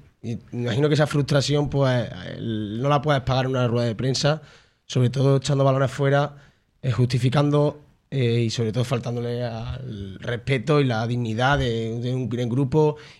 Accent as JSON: {"language": "Spanish", "town": "Montilla", "region": "Andalusia", "country": "Spain", "said": "soy de Montilla. Y estoy comparto día a día, comparto tertulia, estoy en los bares, estoy en mi pueblo."}